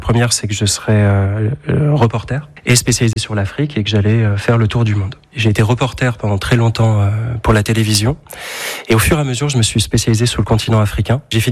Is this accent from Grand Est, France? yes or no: yes; Nancy, Grand Est, France; born there; moved away as an adult; Je suis né à Nancy, je suis un Nancéen, je suis un Lorrain.